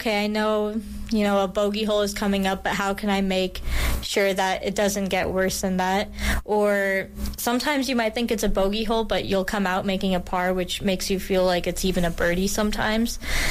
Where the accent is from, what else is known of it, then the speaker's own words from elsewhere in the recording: Chicago, Illinois, United States; since I'm from Chicago, I should be used to the Windy City and the wind